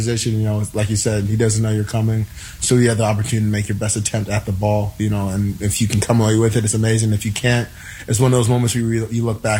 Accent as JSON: {"language": "English", "region": "Minnesota", "country": "United States", "tie": "born or raised there", "said": "obviously, being from Minnesota, my hometown, you know, I wanted to go back and give them a chance to see that it is possible. A kid from Minnesota made his dreams come true and made it to the NFL."}